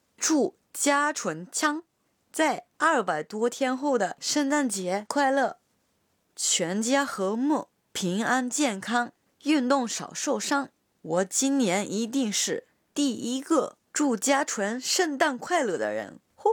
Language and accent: Chinese; Yamaguchi, Japan; 我的故乡山口也有不少美景，有些景色我从小就特别熟悉。